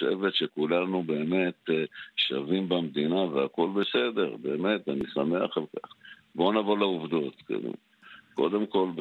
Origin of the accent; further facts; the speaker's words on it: Jerusalem, Jerusalem District, Israel; אני זוכר את התקופה, אני ירושלמי, שהתפוצצו פה אוטובוסים